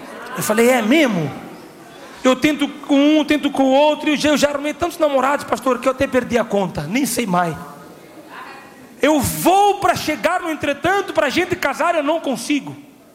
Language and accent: Portuguese; Mozambique; moved away; Eu estava na minha terra, Moçambique.